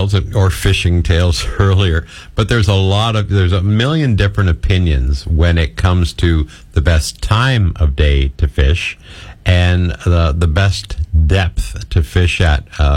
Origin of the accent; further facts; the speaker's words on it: Gananoque, Ontario, Canada; in my hometown when I grew up in Gananoque